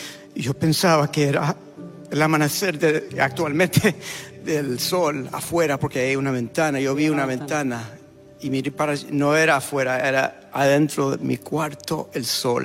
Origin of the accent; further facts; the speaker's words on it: Argentina; Soy medio gringo. Gringo argentino.